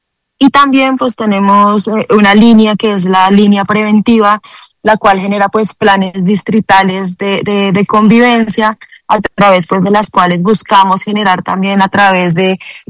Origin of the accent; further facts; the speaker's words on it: Bogotá, Colombia; Nosotros como ciudadanos, como bogotanos, debemos también saber que las acciones que nosotros tenemos